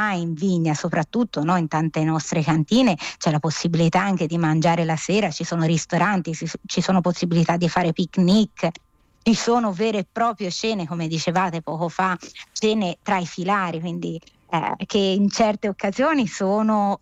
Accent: Tuscany, Italy; accent: Tuscan; io sono toscana

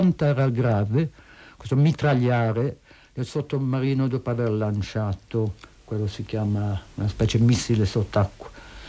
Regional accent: Paris, Île-de-France, France; first language French; Italian is a second language; io sono nata a Parigi e nell'ambiente ha parlato era francese fino ai miei 9 anni.

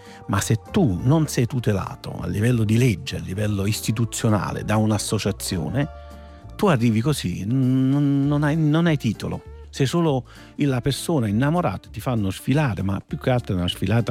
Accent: Naples, Campania, Italy; Io sono innamorato di questa città partenope. Io sono un napoletano, come tanti napoletani, che sono innamorato

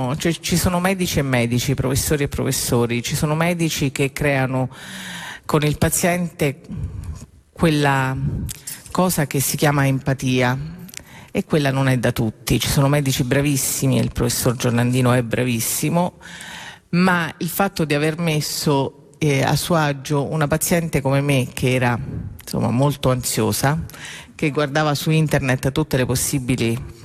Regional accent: Abruzzo, Italy; sono abruzzese

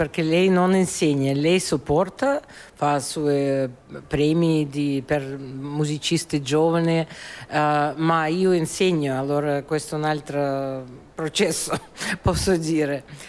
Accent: Moscow, Russia; Italian is a second language; moved away; quando io ho avuto 15 anni ancora da Mosca

